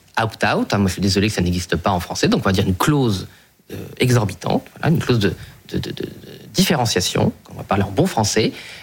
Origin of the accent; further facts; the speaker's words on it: France; J'avais dit je suis français.